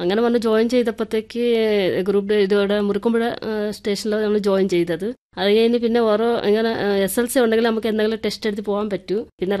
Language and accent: Malayalam; Andhra Pradesh, India; Malayalam is a second language; moved away; Andhra Pradesh.